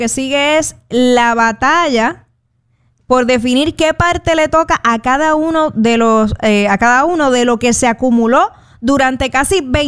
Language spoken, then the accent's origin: Spanish; Puerto Rico; Yo soy de Puerto Rico. Yo soy de Puerto Rico.